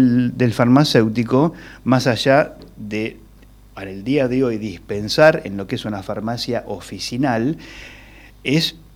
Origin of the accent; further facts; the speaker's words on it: Zárate, Buenos Aires Province, Argentina; yo nací en la farmacia de mi abuelo, en la farmacia de Villa Fox, en calle Justa Lima, casi Dorrego